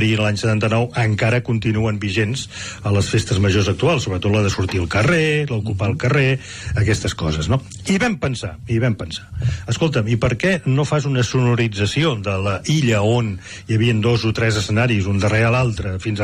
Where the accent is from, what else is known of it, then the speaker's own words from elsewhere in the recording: Rubí, Catalonia, Spain; a la meva vila, llavors era vila, a Rubí